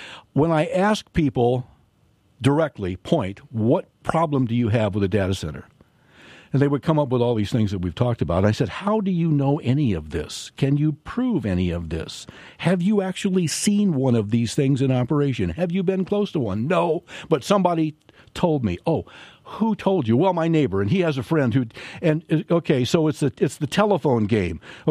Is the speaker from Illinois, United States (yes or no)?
yes; Clinton, Illinois, United States; Meta, in my hometown of Clinton, has approached Exelon, that owns the nuclear generating plant at Clinton Lake